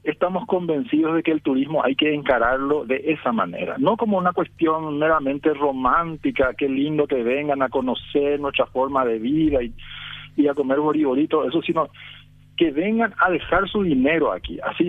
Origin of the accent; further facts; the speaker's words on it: Paraguay; Porque así somos los paraguayos, Samuel.